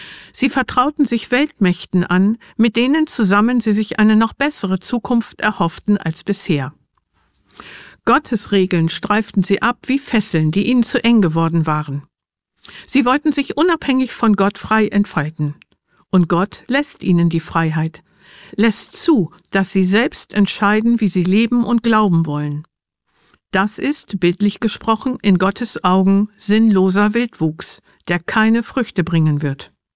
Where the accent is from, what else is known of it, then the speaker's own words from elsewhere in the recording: Northern Germany, Germany; Als Norddeutsche sind mir Weinberge und Weinanbau eher fremd.